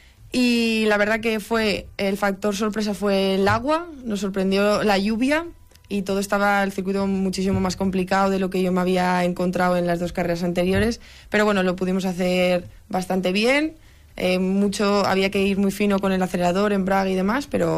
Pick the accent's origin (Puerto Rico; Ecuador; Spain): Spain; Andorra, Aragon; Soy de Andorra, Teruel